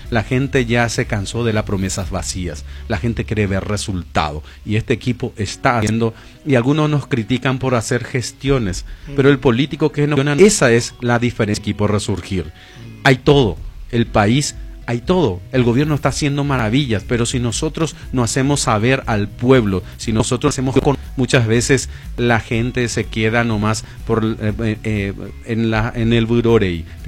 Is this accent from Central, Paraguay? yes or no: no; Los Cedrales, Alto Paraná, Paraguay; somos gente de Cedrales.